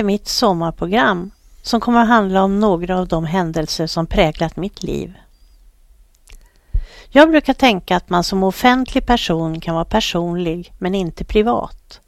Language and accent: Swedish; Vällingby, Stockholm County, Sweden; Jag växte upp i Vällingby och flyttade med familjen senare till Spånga.